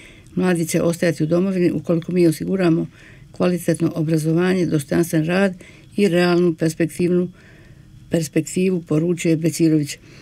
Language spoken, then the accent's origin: Bosnian; Tuzla, Tuzla Canton, Bosnia & Herzegovina; vodim vas u moj rodni grad, grad uglja i soli, koji sve dobre ljude voli. Jedino slano jezero u Evropi smješteno u centru Tuzle